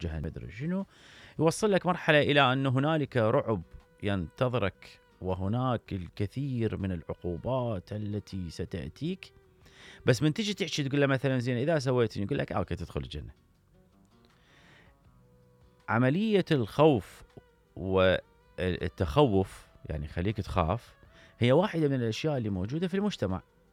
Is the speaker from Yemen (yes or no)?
no; Iraq; احنا كمجتمع عراقي وحالنا حال المجتمعات العربية